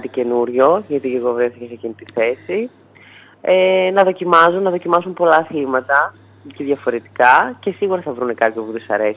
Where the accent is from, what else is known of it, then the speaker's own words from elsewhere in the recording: Athens, Attica, Greece; Ζω στην Αθήνα, να φανταστείτε. Μεγάλωσα βασικά στην Αθήνα.